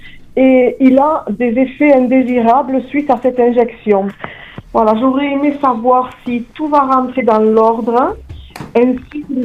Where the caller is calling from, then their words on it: Occitanie, France; de l'Hérault.